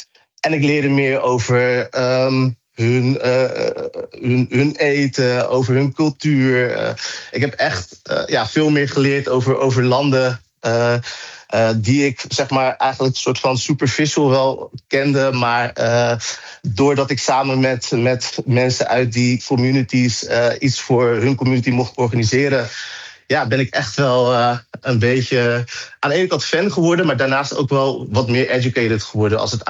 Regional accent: Netherlands; Ik heb zelf een Ghanese achtergrond. Ik ben in Nederland opgegroeid, maar mijn roots liggen in Ghana.

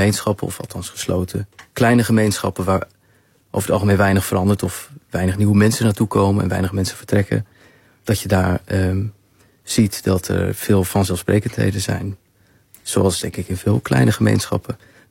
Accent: Netherlands; moved away as an adult; Ja, ik laat mezelf terugkeren naar het ouderlijk huis. Ja. In de muziekwijken waar ik ben opgegroeid.

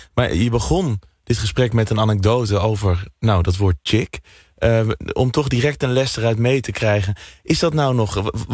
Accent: Randstad, Netherlands; ik kom van de Randstad.

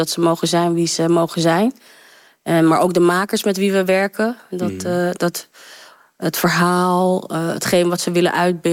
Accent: Paramaribo, Suriname; accent: Haarlem; now in Haarlem, Netherlands; Ik kom van Paramaribo in Haarlem. Sommigen vonden dat ik een Haarlems accent had.

